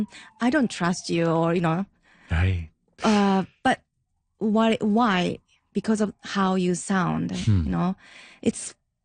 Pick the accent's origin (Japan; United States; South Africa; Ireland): Japan; English is a second language